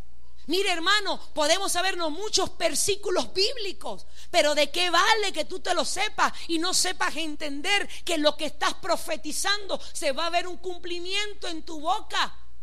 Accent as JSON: {"language": "Spanish", "country": "Venezuela", "said": "Ahí no es un lugar para tú reprochar o decir, voy a hacerlo, como venezolano."}